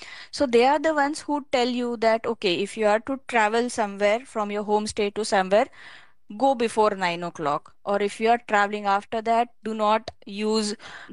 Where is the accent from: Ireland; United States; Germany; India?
India; Mumbai, Maharashtra; First of all, being a city girl, I'm born and brought up in Mumbai.